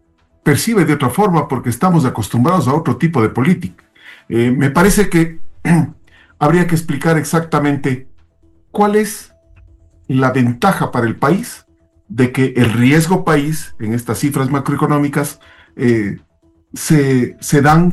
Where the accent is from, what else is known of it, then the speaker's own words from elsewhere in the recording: Ecuador; hablo como país, como Estado ecuatoriano